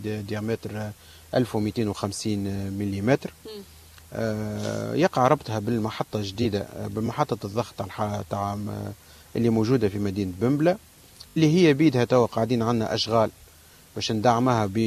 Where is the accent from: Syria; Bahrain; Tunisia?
Tunisia; عندنا في تونس